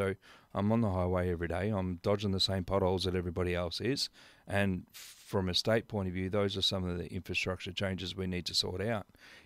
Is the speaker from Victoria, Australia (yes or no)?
yes; Warragul, Victoria, Australia; I grew up in Warrigal